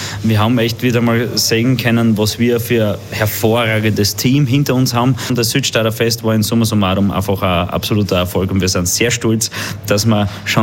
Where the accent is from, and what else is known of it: Styria, Austria